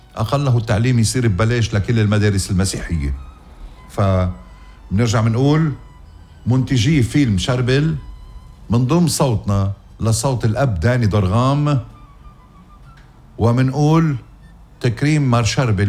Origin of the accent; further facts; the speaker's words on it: Lebanon; نحن كلبنانيه